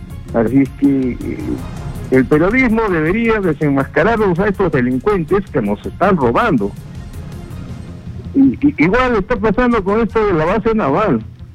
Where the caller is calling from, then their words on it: Tacna, Peru; Desde Tacna.